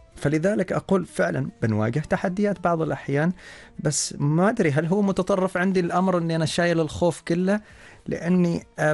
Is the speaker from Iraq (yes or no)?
no; Oman; أنا من سلطنة عمان.